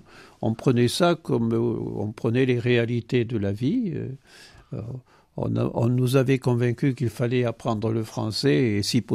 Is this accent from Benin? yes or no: no; Saint-Amand, France; Oui, je suis de Saint-Amand, et quand j'étais enfant à Saint-Amand, tout le monde, ou presque, parlait occitan.